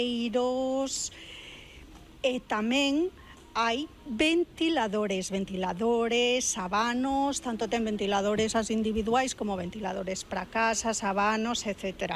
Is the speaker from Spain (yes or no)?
yes; Ourense, Galicia, Spain; Somos de Ourense.